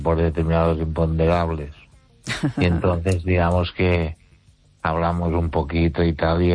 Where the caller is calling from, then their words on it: Ourense, Galicia, Spain; También quiero saludar … de Ourense.